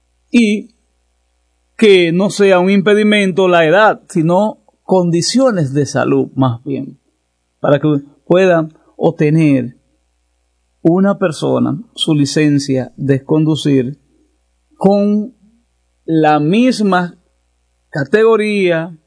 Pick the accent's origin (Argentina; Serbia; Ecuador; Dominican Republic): Dominican Republic; como ciudadanos, como dominicanos, como dominicanas